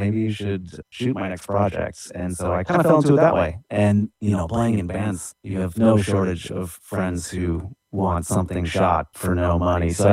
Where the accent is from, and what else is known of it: Pennsylvania, United States; born or raised there